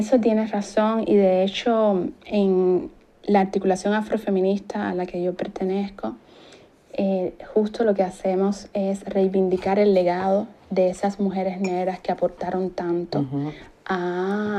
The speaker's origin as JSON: {"language": "Spanish", "country": "Cuba", "said": "Y me agarré mucho de todos esos ideales que en mi país son importantes. Por tanto, en mi batalla por una vivienda digna, yo decía, nadie puede decir en Cuba que eso no es posible."}